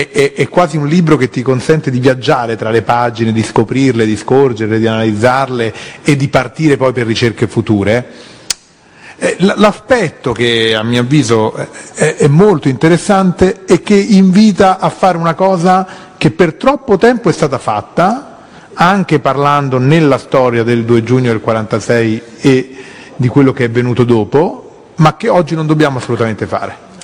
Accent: Rome, Lazio, Italy; born there; io sono un nato a Roma, ma le mie origini affondano in tutti i vari orizzonti del Mezzogiorno d'Italia, perché ho nonni sardi, siciliani, campani

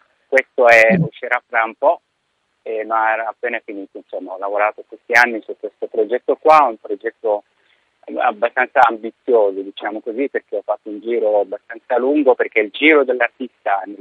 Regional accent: Egypt; born or raised there; Italian is a second language; moved away as an adult; now in Italy

